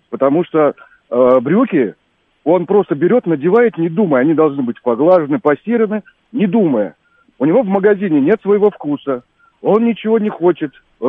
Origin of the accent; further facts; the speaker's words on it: Moscow, Russia; я из Москвы.